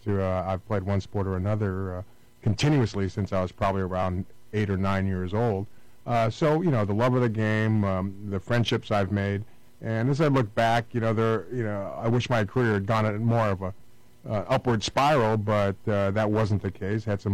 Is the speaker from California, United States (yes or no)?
yes; San Francisco, California, United States; very difficult for me coming back to San Francisco, wanting to succeed more than ever back in front of my hometown, where I went to school, my family, my friends.